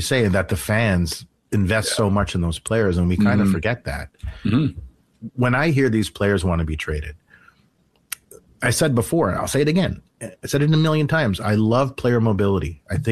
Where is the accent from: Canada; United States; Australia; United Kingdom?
Canada; because I'm Canadian and I watch a lot of hockey